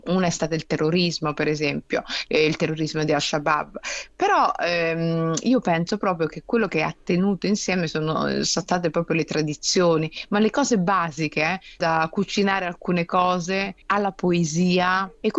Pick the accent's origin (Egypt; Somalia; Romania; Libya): Somalia; Però è molto interessante che questo Somaliban, sono somalo, è stato però il collante